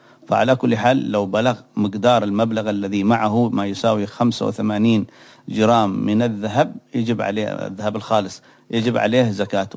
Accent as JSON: {"language": "Arabic", "country": "Yemen", "said": "وخصوصا عندنا في اليمن كنا نعرف حاله أنهن يقومن بخدمة البيوت"}